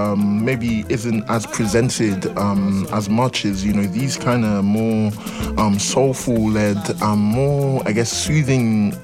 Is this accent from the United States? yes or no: no; Nigeria; I think for me, you know, growing up in Nigeria, like, you know, highlife wasn't, I guess, it was still isn't really valued as much as it once used to be.